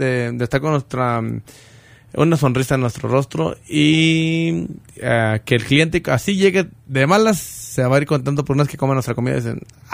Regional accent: Jalisco, Mexico; moved away; Mi pueblo querido.

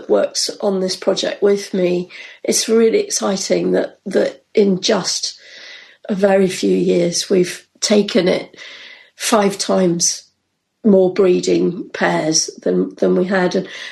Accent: London, United Kingdom; a kid growing up in London

